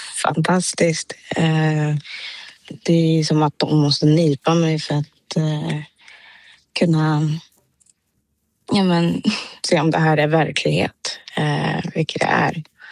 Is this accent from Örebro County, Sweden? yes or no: no; Umeå, Västerbotten County, Sweden; moved away as an adult; now in Manchester, United Kingdom; Umeå ligger väldigt nära hjärtat om mig, så att ja, det betyder väldigt mycket att även kunna representera där jag växte upp